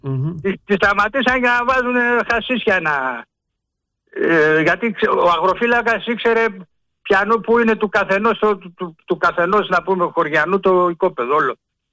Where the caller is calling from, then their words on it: Piraeus, Attica, Greece; από Πειραιά.